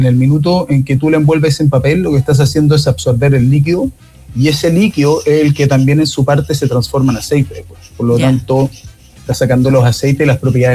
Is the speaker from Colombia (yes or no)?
no; Chile; particularmente nosotros los chilenos la comemos en casi todas las ocasiones de consumo que tenemos.